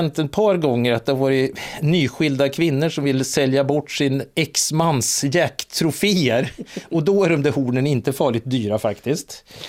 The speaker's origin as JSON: {"language": "Swedish", "region": "Jämtland County", "country": "Sweden", "tie": "born or raised there", "said": "jag är ju uppvuxen i Jämtland, så där hade ju alla älghorn hemma i garaget."}